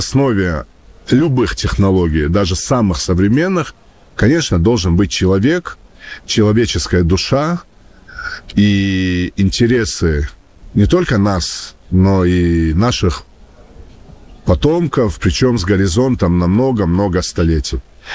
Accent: North Ossetia–Alania, Russia; moved away; В регионе, откуда я родом, из Алании

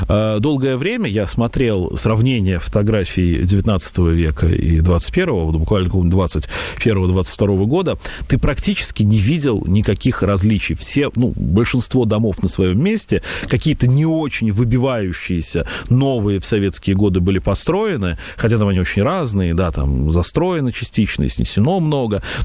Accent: Moscow, Russia; Я как-то родился и вырос в Басманном, тогда Бауманском районе, и теперь у меня и дочка в садик ходит вот прям там

